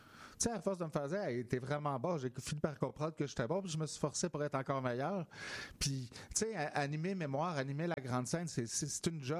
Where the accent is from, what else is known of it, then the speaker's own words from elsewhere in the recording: Saint-Félix-de-Valois, Quebec, Canada; moved away as an adult; also born or lived in Saint-Alphonse-Rodriguez, Quebec / Joliette, Quebec / Montreal, Quebec; now in Saint-Ambroise, Canada; je suis né à Saint-Alphonse-Rodriguez, dans l'Anaudière. J'ai grandi à Saint-Félix, j'ai habité un peu à Joliette, je suis parti à Montréal. Et là, je suis à Saint-Ambroise, pour les études au cégep du Vieux.